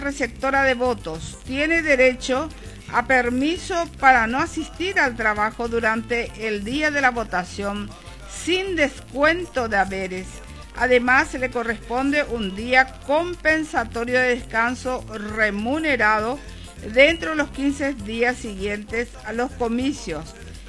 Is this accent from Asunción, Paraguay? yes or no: no; Ciudad del Este, Alto Paraná, Paraguay; todos somos ciudadanos aquí de Ciudad del Este